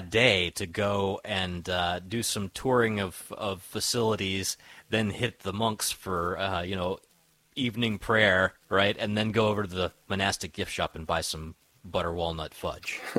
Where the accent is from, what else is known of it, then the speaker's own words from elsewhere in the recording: Lexington, Kentucky, United States; from the horse country of Lexington, where I grew up